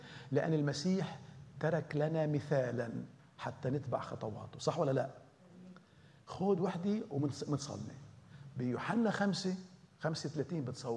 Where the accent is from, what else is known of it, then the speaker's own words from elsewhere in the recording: Lebanon; accent: Lebanese; نحن من لبنان بنقولها عادي